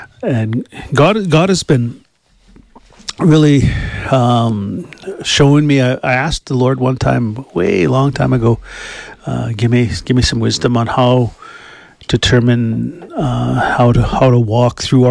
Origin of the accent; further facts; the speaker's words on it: Saskatchewan, Canada; I come from Bipixi's First Nation.